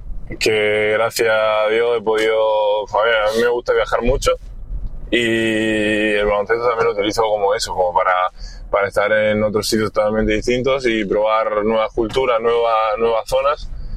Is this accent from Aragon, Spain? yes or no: no; Roquetas de Mar, Andalusia, Spain; born there; Yo nací en Roquetas de Mar, aquí en Almería.